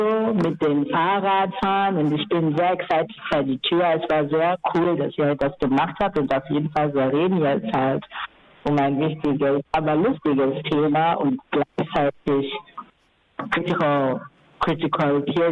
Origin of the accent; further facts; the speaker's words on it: Kenya; German is a second language; Ich komme aus Kenia